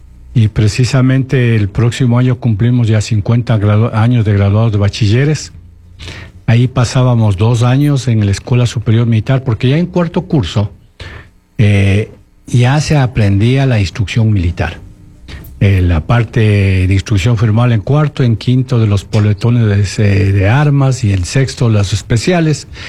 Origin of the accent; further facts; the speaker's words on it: Quito, Pichincha, Ecuador; born there; also born or lived in Ambato, Ecuador; Emigramos, yo pequeño, a Quito, y el Quito de antes, el Quito de 1961, porque ya mi hermana menor nace en Quito, entonces el centro de Quito. Vivíamos por ahí, por el Tejar, después por la América, y al final terminamos por el antiguo.